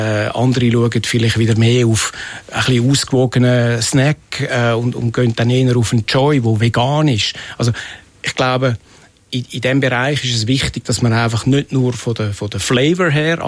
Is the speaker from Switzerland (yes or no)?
yes; Zurich, Switzerland; born or raised there